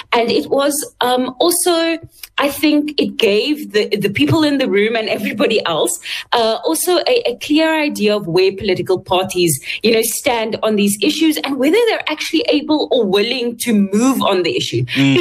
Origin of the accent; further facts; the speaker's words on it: South Africa; But over and above that, we are all South African citizens. And there are common challenges that all of us face.